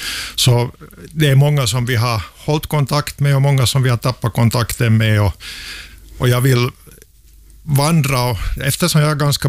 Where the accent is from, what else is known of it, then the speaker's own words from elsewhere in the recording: Sipoo, Uusimaa, Finland; born there; Jag är född i Borgby i Sibbo.